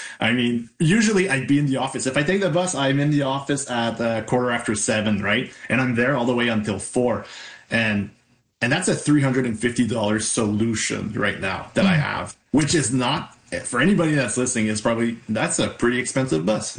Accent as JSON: {"language": "English", "town": "Embrun", "region": "Ontario", "country": "Canada", "said": "Like you said, I'm from Embrun. It's a 30-minute drive on a good day."}